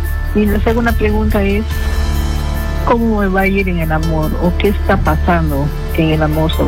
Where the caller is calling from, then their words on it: Iquitos, Loreto, Peru; De Iquitos.